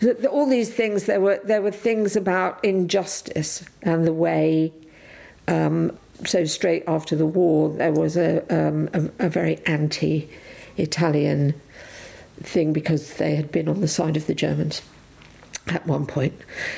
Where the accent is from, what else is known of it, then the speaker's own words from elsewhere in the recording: Devon, South West England, United Kingdom; born there; because I was born in Devon, well, not just in Devon, but because I was born in England, I was the English one